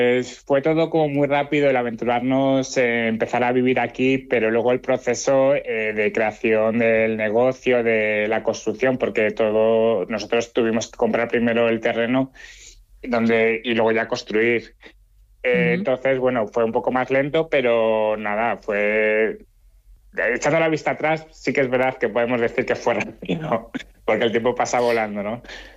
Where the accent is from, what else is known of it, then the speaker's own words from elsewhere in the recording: Madrid, Community of Madrid, Spain; moved away as an adult; now in Calheta, Portugal; Yo me vine con mi pareja de Madrid